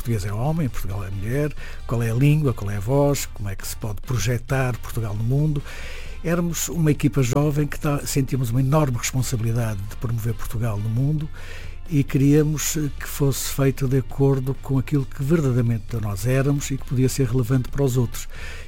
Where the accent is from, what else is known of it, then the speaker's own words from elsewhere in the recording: Petrópolis, Rio de Janeiro, Brazil; Nasci perto do Rio de Janeiro, sou um carioca de Petrópolis.